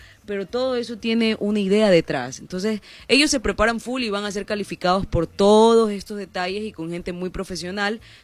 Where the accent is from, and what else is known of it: Ecuador